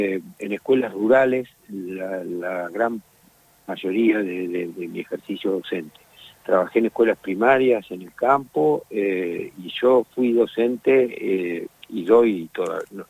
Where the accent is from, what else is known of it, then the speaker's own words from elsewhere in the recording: Las Flores, Buenos Aires Province, Argentina; Soy del Carmen de las Flores, andariego y payador.